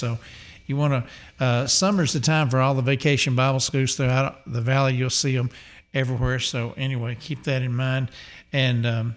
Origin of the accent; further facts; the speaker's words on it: Alabama, United States; Oxford, Alabama, close to my hometown.